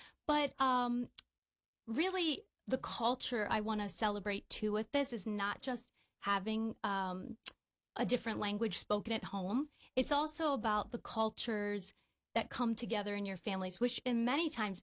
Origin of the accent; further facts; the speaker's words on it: East Coast, United States; now in Midwest, United States; coming from somewhere outside of the Midwest, where I grew up on the East Coast